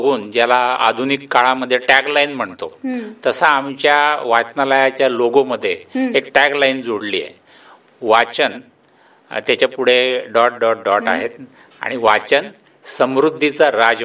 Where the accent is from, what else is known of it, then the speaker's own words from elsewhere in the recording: Parola, Maharashtra, India; म्हणजे पारोळा, मी मूळचा पारोळ्याचा आहे